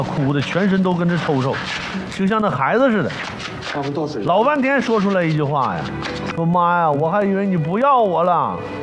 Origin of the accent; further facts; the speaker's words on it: Northeast China, China; 你看咱们东北人就是很多深层的情感吧，他不太外露，很少往外表达，